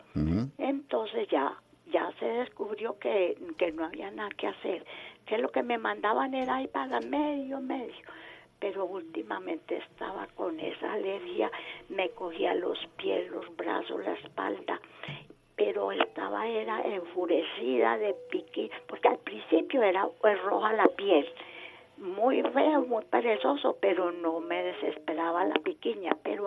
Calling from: Caldas, Antioquia, Colombia; la llamo de Caldas, Antioquia.

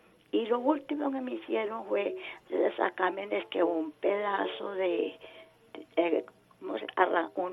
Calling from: Caldas, Antioquia, Colombia; la llamo de Caldas, Antioquia.

